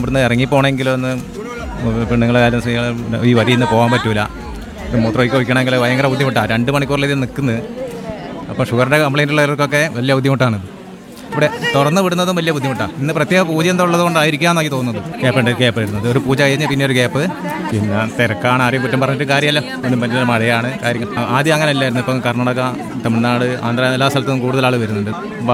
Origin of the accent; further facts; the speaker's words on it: Nanmanda, Kerala, India; ഞാൻ കോഴിക്കോട് നന്മണ്ട ബാലുശ്ശേരി നിന്നാണ് വരുന്നത്.